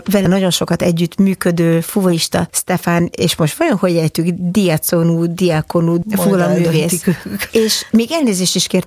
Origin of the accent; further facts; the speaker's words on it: Kaposvár, Somogy, Hungary; also born or lived in Pécs; hát én kaposvári vagyok, illetve Pécset születtem, Kaposváron jártam óvodába, meg kisiskolába, amíg el nem jöttem ugye Budapestre tanulni.